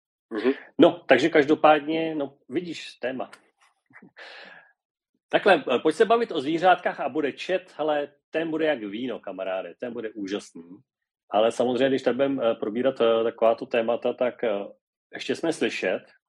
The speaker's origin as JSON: {"language": "Czech", "town": "Český Krumlov", "region": "South Bohemian Region", "country": "Czechia", "moved": "yes", "said": "my s Vojtou jsme sice oba z Českého Krumlova, ale každý se nacházíme jinde teď a docela daleko od sebe"}